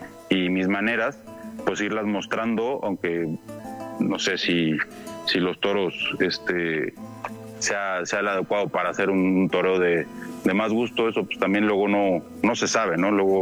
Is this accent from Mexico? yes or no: yes; San Luis Potosí, Mexico